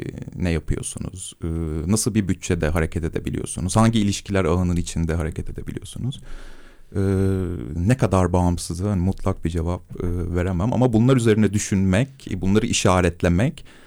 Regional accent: Bursa, Turkey; Evet, ailem Bursalı.

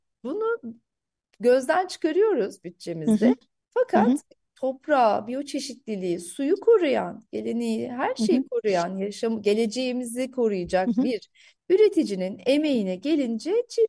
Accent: Nallıhan, Ankara, Turkey; Nallıhanlıyım

